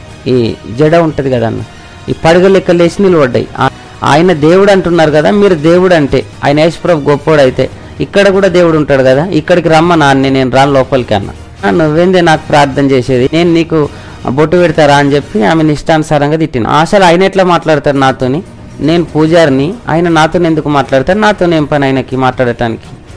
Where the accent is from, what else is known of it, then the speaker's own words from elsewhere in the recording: Nizamabad district, Telangana, India; మాది నిజామాబాద్ జిల్లా చిన్నవాల్గూడ్ సిరికొండ మండల్. ఒకప్పుడు నేను హిందువుగా బ్రతికే వ్యక్తినే